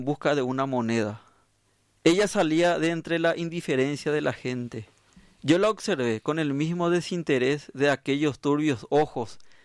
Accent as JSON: {"language": "Spanish", "town": "Capiatá", "region": "Central", "country": "Paraguay", "tie": "born or raised there", "said": "Capiateño, nacido y criado y aún vivo en Capiatá, en mi ciudad."}